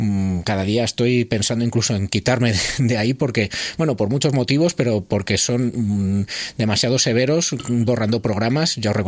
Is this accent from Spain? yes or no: yes; Guadalajara, Castilla-La Mancha, Spain; que yo vengo de Guadalajara